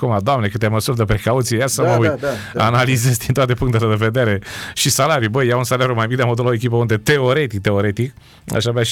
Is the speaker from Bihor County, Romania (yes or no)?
no; Ploiești, Prahova, Romania; eu sunt din Ploiești, lucrez la București.